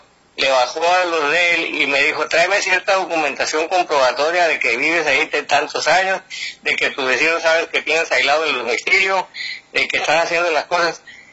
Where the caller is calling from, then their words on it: Mexico; como somos los mexicanos